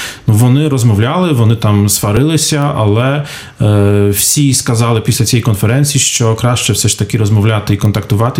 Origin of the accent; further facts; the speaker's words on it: Poland; Ukrainian is a second language; Знаєте, тут питання, наскільки мені можна виступати як звичайний поляк